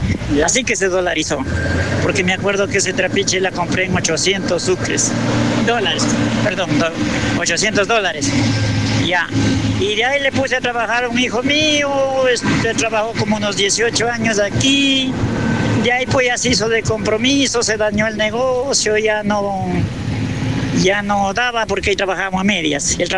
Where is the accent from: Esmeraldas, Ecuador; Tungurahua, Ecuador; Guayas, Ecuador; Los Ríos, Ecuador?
Los Ríos, Ecuador; Montalvo; also born or lived in Dureno, Sucumbíos; now in Lago Agrio area, Ecuador; Yo vengo de la provincia de Los Ríos, de Playas de Montalvo. Llegamos aquí en 1979, 6 de diciembre de 1979 llegamos acá al oriente, donde había apenas tres casas